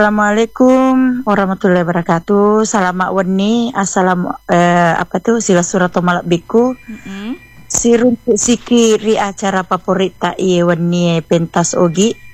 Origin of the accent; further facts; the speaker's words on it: South Sulawesi, Indonesia; di tempatku ini, di kampungku ini, di kampung bapak sama mama. Kabupaten Sidendren Rapang, Sidrap, Sulawesi Selatan.